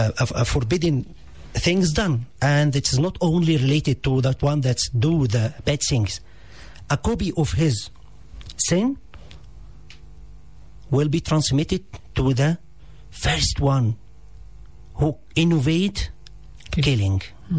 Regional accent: Egypt; English is a second language; we are brothers, I love you, I'm Muslim from Egypt, I come about maybe 8 or 7 or 8 hours or by airplane thousands of kilometers to say

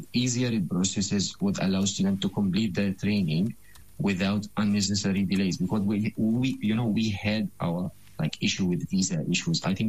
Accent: Gaza, Gaza Strip, Palestine; moved away; I'm from Gaza

